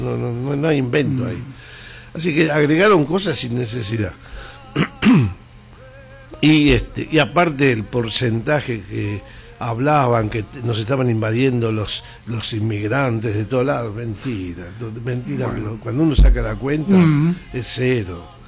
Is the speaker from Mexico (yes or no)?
no; Argentina; como siempre los argentinos tenemos algún problemita